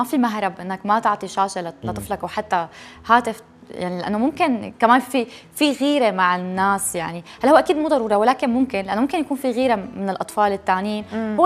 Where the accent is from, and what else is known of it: Syria